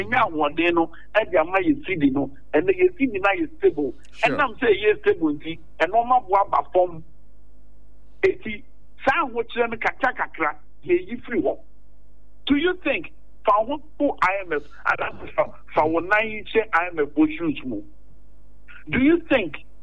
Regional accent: Ghana; Now, as a Ghanaian and an African

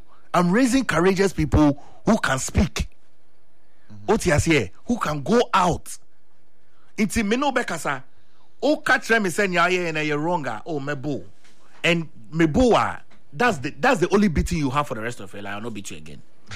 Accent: Accra, Greater Accra, Ghana; You see, me, I grew up in Bema Camp.

